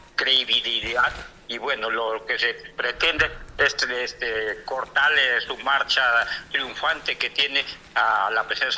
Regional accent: Peru; somos peruanos

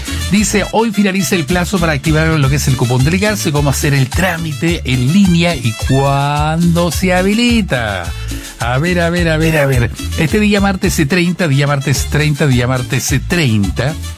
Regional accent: Chile; como buen chileno, siempre a última hora

